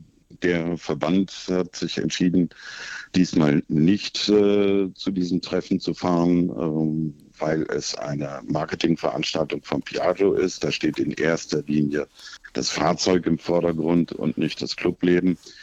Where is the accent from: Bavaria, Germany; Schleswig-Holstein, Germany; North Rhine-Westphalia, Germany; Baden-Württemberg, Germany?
North Rhine-Westphalia, Germany; Als Jugendlicher hatte man bei uns im Ruhrgebiet nicht viele Möglichkeiten, außer mit dem Fahrrad oder den Öffentlichen zu fahren.